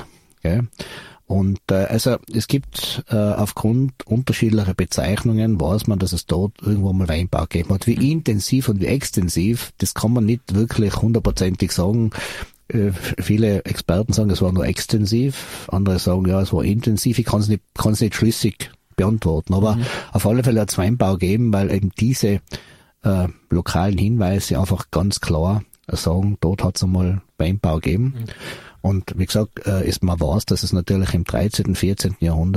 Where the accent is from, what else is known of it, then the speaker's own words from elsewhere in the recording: Arzl, Tyrol, Austria; Ich komme von Arzl bei Innsbruck, das ist mein Heimatort.